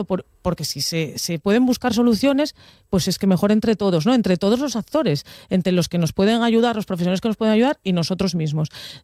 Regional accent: Langreo, Asturias, Spain; Bueno, Fer y yo somos de la Cuenca Minera, los dos, el Día de la Viana y yo de Langreo

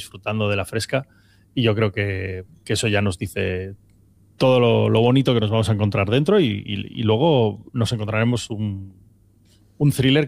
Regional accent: Asturias, Spain; todos los que somos de Asturias, como digo, y tenemos un pueblo o hemos tenido un pueblo al que acudir.

